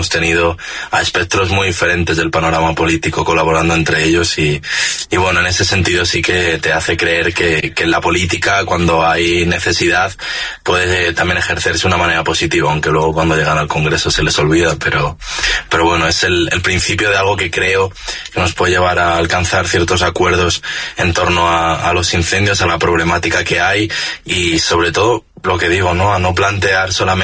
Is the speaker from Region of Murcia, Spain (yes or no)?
no; Navalacruz, Castile and León, Spain; Yo soy de un pueblo muy cercano a donde empezó el incendio. El fuego empezó en Burgondo y yo soy de Navalacruz, que está apenas a 10 minutos en coche. Y por desgracia, aquí en Ávila cada verano nos toca la misma historia